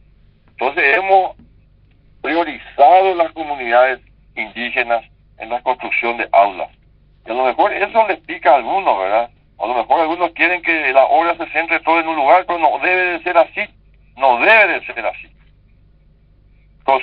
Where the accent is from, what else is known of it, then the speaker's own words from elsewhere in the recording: San Estanislao, San Pedro, Paraguay; en mi pueblo, en mi distrito, en Santaní